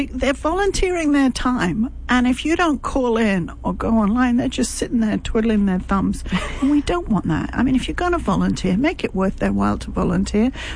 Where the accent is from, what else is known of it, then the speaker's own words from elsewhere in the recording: London, United Kingdom; moved away; I just got back from London, my hometown.